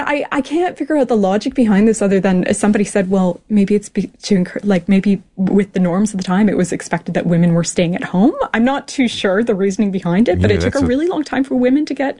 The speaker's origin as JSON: {"language": "English", "country": "Canada", "said": "All right. So I'm Canadian, and I might say that I'm going to the can."}